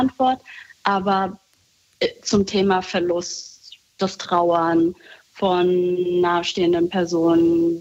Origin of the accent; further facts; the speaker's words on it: Germany; born there; Meine Eltern sind zur DDR-Zeit als Leiharbeiter gekommen. Und ja, dann wurde ich geboren in Deutschland.